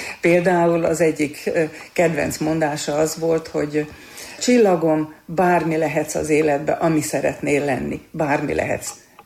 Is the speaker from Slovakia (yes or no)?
yes; Slovakia; born or raised there; moved away as an adult; now in Hungary